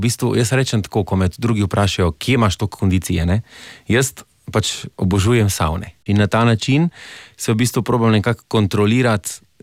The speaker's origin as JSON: {"language": "Slovenian", "town": "Ljubljana", "region": "Central Slovenia", "country": "Slovenia", "said": "prihajam iz Ljubljane."}